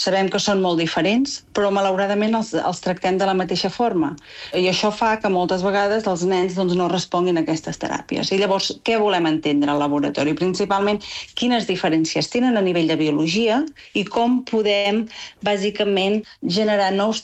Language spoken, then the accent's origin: Catalan; Olot, Catalonia, Spain; moved away as an adult; now in Lisbon, Portugal; Fa concretament 6 anys ara que estic a Lisboa. Sí, sóc d'Olot.